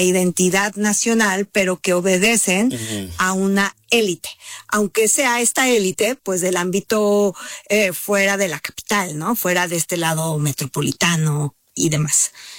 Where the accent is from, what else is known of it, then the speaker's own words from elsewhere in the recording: Mexico; sobre todo si somos mexicanos